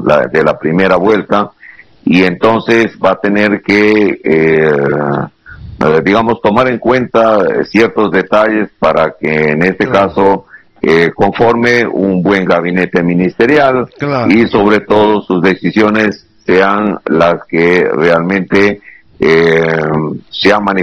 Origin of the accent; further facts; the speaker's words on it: Amazonas, Peru; como peruanos, como amazoneses